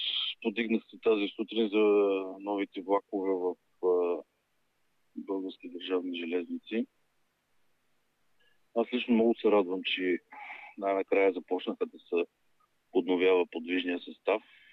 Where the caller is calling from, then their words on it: Stara Zagora, Stara Zagora Province, Bulgaria; от Стара Загора съм.